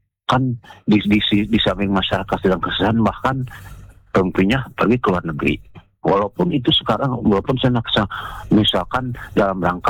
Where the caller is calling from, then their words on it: Bandung, West Java, Indonesia; Saya dari Tanah Sunda di Bandung Timur